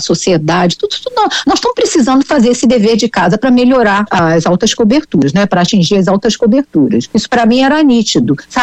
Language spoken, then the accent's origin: Portuguese; Rio de Janeiro, Brazil